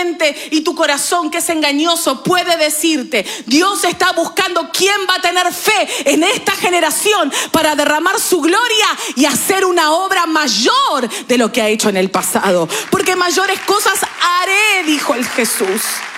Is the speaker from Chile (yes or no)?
no; Argentina